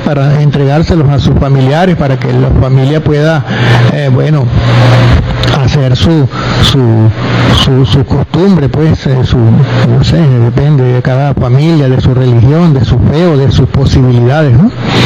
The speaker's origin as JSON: {"language": "Spanish", "country": "Venezuela"}